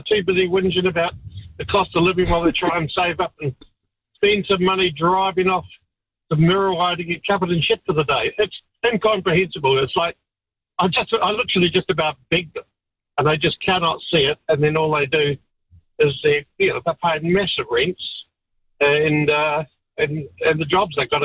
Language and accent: English; Palmerston North, Manawatū-Whanganui, New Zealand; moved away; I'm from Palms North originally